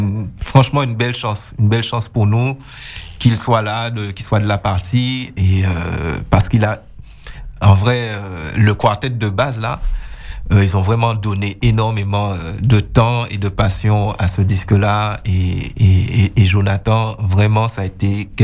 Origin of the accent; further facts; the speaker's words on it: Guadeloupe; nous en tant qu'Antillais, en tant que Guadeloupéen.